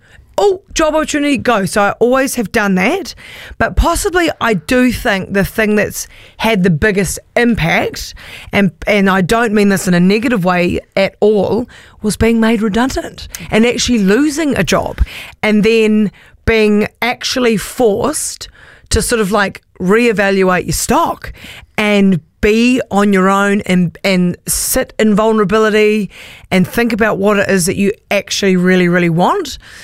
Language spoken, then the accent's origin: English; Christchurch, Canterbury, New Zealand; Christchurch.